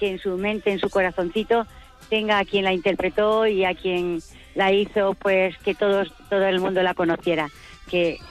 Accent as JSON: {"language": "Spanish", "region": "Extremadura", "country": "Spain", "lives_now": "Valencia, Spain", "said": "Es que yo soy una extremeña muy agradecida y agradecida a esta tierra del Levante donde nos acogieron a mis padres cuando vinieron, emigraron de Extremadura y llegaron aquí"}